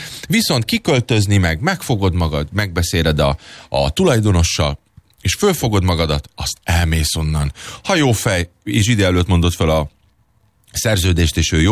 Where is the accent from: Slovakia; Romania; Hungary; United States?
Hungary; És persze tudom, én magyar vagyok, mit akarok itt amerikázni, de én még most se teszek le arról, hogy esetleg valami más városba, vagy netán más országba kapjak munkát.